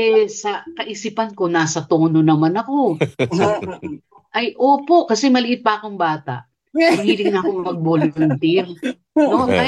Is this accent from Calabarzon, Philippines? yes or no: no; Manila, Metro Manila, Philippines; ako po'y ano, taga Manila lang talaga. Well, ang mother ko is from Bicol and tatay ko talagang Manila eh. So, doon na kami lumaki. Wala akong probinsya, nakikiprobinsya lang ako pag bakasyon.